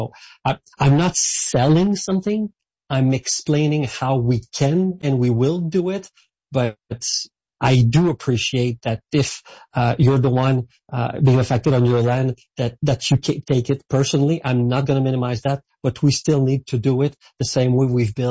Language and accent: English; Saint-Hyacinthe, Quebec, Canada; I come from a farmer region myself. I was raised in Saint-Hyacinthe, which is the capital of the agricultural world in Quebec, so I know that reality.